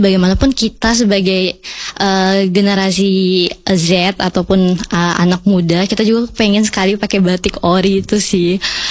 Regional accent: Biak, Papua, Indonesia; kita Biak

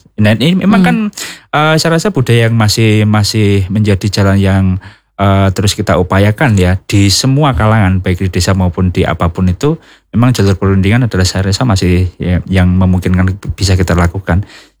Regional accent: Rembang, Central Java, Indonesia; tapi saya orang Rembang

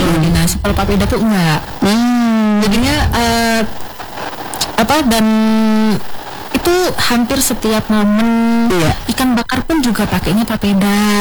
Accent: Central Java, Indonesia; now in Manokwari, Indonesia; Saya malah dari Jawa Tengah.

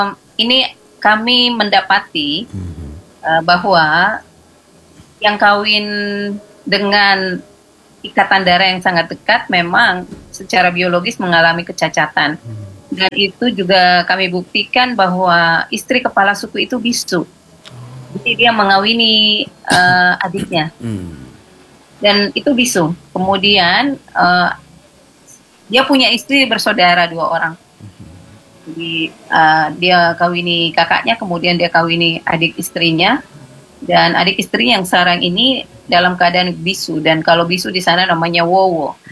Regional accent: South Sulawesi, Indonesia; Seperti dalam kalau kita Bugis Makassar seperti bahasa-bahasa yang ada dalam manuskrip lontara.

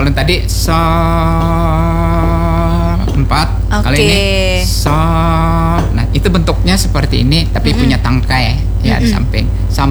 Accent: South Kalimantan, Indonesia; Tapi kalau di ujar kita orang Banjar disurungi atau diserahkan notasi balok, dia bingung.

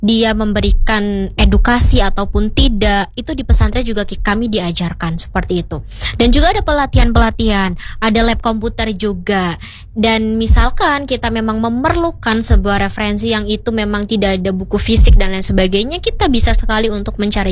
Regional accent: Lampung, Indonesia; Jadi Haula Benazir itu titik pusatnya ada di Lampung, karena saya sendiri dari Lampung ya.

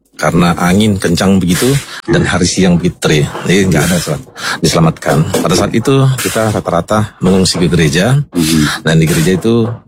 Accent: Lhokseumawe, Aceh, Indonesia; also born or lived in Medan; Karena selain saya lahir di Medan, di Tapanuli, tapi saya besar di Aceh ini, khususnya di Kota Loksmawe.

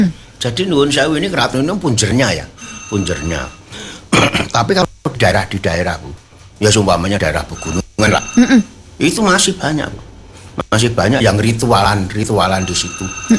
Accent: Boyolali, Central Java, Indonesia; Saya kan orang Boyolali, jadi Merapi, Merbabu.

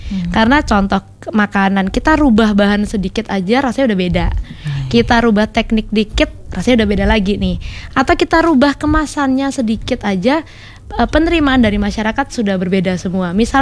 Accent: Surabaya, East Java, Indonesia; Jadi saya tetap di identitas saya dari Surabaya, saya bawa tuh Lapis Surabayanya.

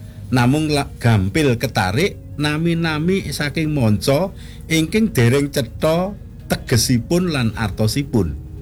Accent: Bantul, Special Region of Yogyakarta, Indonesia; now in Bandung, Indonesia; Walaupun saya di Bandung tapi saya asli Jogja, Bantul.

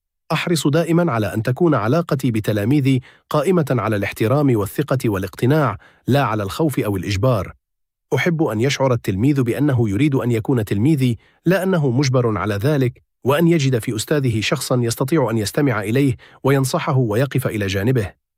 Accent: Hadd Sahari, Djelfa Province, Algeria; born there; moved away as an adult; now in Ghardaia, Algeria; أعمل في ولاية غردايا، وهي منطقة تقع في شمال الصحراء الجزائرية، وتبعد عن مسقط رأسي في دائرة حد الصحاري بولاية الجلفة حوالي 400 كيلومتر.

